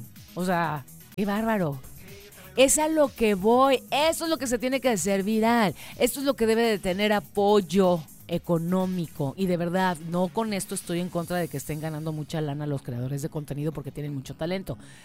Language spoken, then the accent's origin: Spanish; Chiapas, Mexico; Y la verdad es que orgullosamente somos chiapanecos.